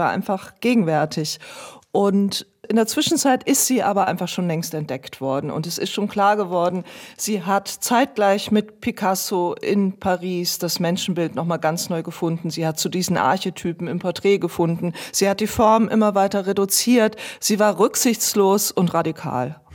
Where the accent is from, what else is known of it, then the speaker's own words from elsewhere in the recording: Bremen, Germany; moved away; Ich bin in der Nähe von Bremen aufgewachsen